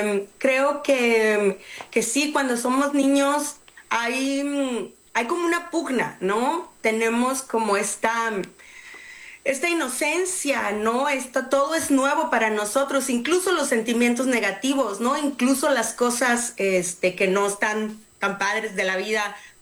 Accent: Mexicali, Baja California, Mexico; el barrio en el que yo crecí, ¿no? Que es una colonia popular acá en Mexicali.

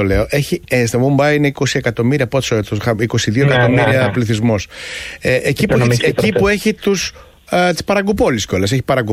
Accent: Crete, Greece; moved away; Μιλάω για την Κρήτη, την πατρίδα μου

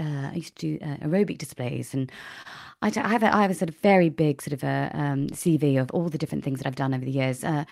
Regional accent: Melbourne, Victoria, Australia; now in United Kingdom; I am actually Australian. Yes, born and bred in Melbourne, but lived in the UK for many, many, many years. I won't sort of say how many years because that might give my age away. But I have been here for very many years.

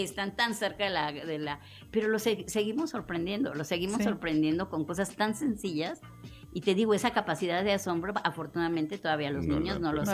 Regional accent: Mexico; pero no, nosotros somos mexicanos y lo hacemos bien bonito.

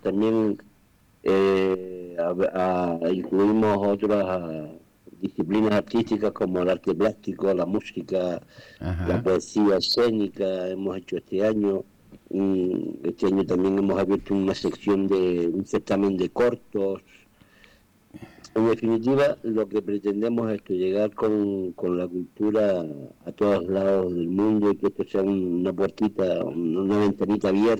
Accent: Canary Islands, Spain; Los canarios somos muy de latinos.

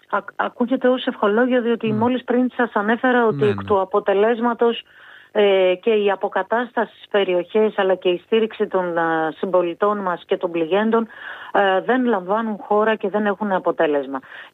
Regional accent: Eastern Macedonia and Thrace, Greece; Και θα μου επιτρέψετε και μία αναφορά στον τόπο μου. Η μεγαλύτερη πυρκαγιά την καταγράψαμε πριν δύο χρόνια στον Εύρο.

